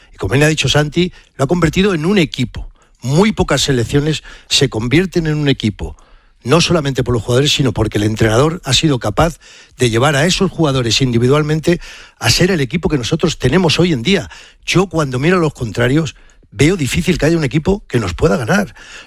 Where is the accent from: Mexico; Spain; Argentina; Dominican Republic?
Spain; Estamos, como dijo el seleccionador, orgullosos de ser español, hombre, que somos españoles.